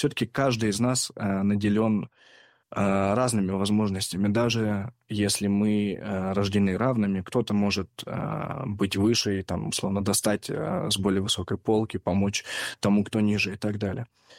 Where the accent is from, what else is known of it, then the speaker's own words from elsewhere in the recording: Russia; born there; слава богу, опять же, что я родился в России.